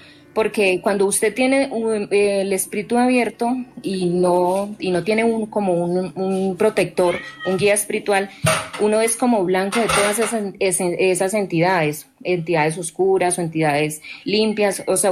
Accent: Magdalena Medio, Colombia; yo soy del Magdalena Medio, allá se usa mucho toldillo por el zancudo.

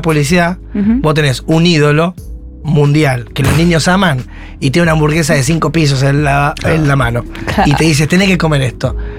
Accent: Rosario, Santa Fe, Argentina; Yo soy rosarino, tengo una familia de payasos

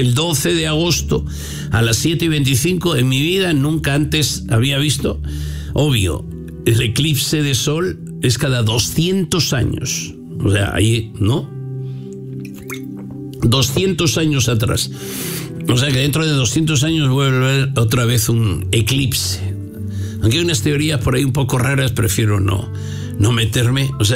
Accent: San Román, Castile and León, Spain; cuando yo he llegado aquí a España, a León, a mi pueblo, San Román.

